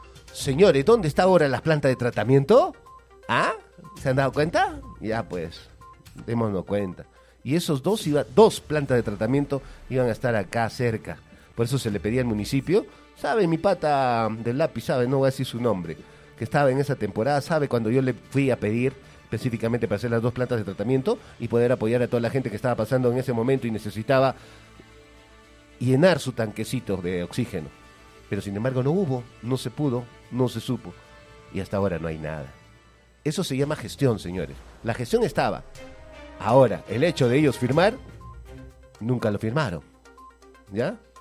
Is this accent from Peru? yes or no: yes; Peru; moved away; Somos peruanos